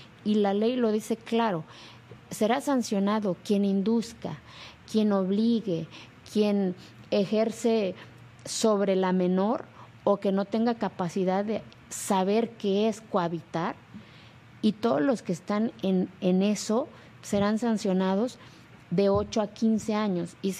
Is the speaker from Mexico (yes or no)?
yes; Santa María Quiegolani, Oaxaca, Mexico; O sea, hace 18 años mi pueblo no venía en el mapa de este país. No existía Santa María Kiegolani.